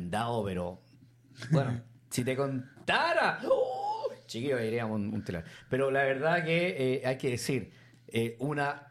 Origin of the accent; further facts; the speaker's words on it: San Bernardo, Santiago Metropolitan Region, Chile; born there; de mi querida comuna, sí, San Bernardo, donde yo nací.